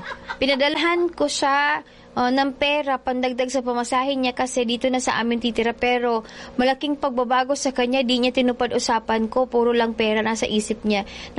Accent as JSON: {"language": "Tagalog", "region": "Western Visayas", "country": "Philippines"}